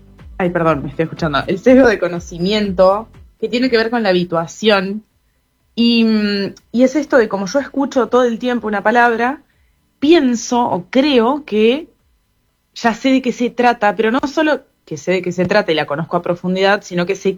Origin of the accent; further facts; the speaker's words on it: Chubut, Argentina; moved away as an adult; now in Punta del Este, Uruguay; yo soy argentina, soy de Chubut, de la Patagonia, soy del sur de Argentina, pero ya hace unos 2 años que estoy viviendo acá en Punta del Este. Me encanta Uruguay, estoy feliz de la vida acá, así que sí, ya viviendo hace un tiempo.